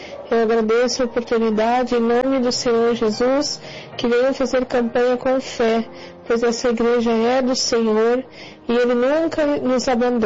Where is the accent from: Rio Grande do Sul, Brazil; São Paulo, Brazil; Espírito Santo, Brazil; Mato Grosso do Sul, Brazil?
Rio Grande do Sul, Brazil; Porto Alegre; sou da cidade de Porto Alegre, Rio Grande do Sul.